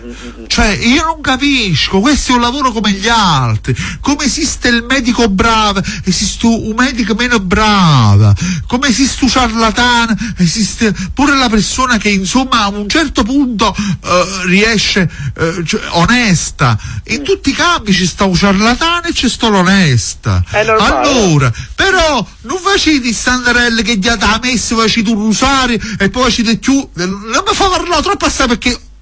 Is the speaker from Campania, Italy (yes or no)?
yes; Torre del Greco, Campania, Italy; born there; Io sono nato a Torre del Greco.